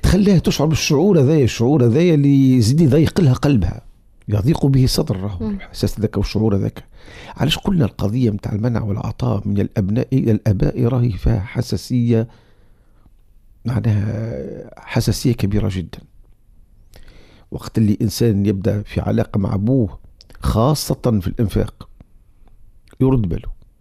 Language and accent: Arabic; Tunisia; احنا عندنا في تونس هنا في بلادنا